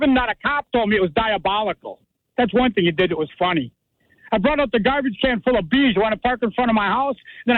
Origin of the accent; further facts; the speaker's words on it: Kenosha, Wisconsin, United States; moved away as an adult; also born or lived in Sturtevant; now in Milwaukee, United States; I was living in Sturtevant at the time. But yeah, I grew up in Kenosha.